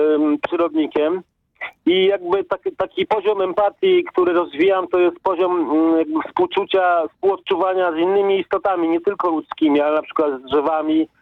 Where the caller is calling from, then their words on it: Gdańsk, Pomeranian Voivodeship, Poland; jestem wolontariuszem w takiej fundacji Maja u nas w Gdańsku.